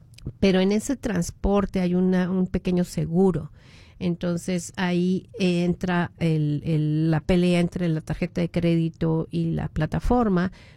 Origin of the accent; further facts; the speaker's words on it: Mexico; Él es ecuatoriano, yo soy mexicana y hoy juega mi México y su país